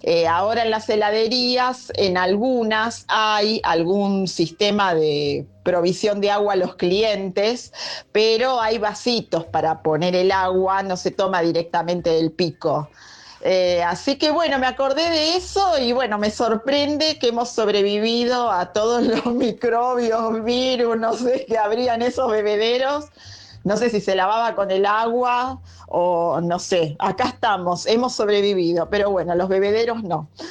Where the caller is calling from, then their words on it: Temperley, Buenos Aires Province, Argentina; Muy buenas noches … de Temperley.